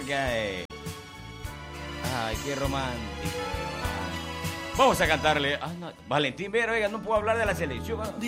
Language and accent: Spanish; Ecuador